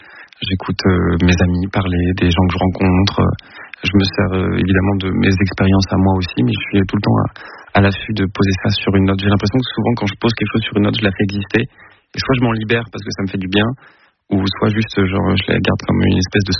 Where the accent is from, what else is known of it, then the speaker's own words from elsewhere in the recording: Alpe d'Huez, Auvergne-Rhône-Alpes, France; moi, je suis donc de l'Alpe d'Huez